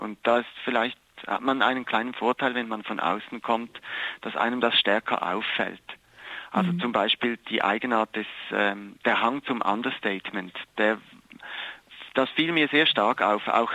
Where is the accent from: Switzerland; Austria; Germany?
Switzerland; Thurgau; born there; now in Basel, Switzerland; Ich bin am Bodensee geboren worden.